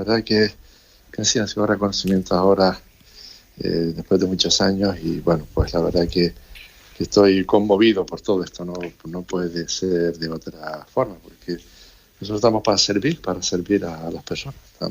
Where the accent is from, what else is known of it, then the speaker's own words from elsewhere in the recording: Teror, Canary Islands, Spain; Bueno, a mi pueblo de Teror, que es el pueblo toda la vida. Yo sigo empadronado en mi pueblo, tenemos una casa familiar y soy vecino del pueblo.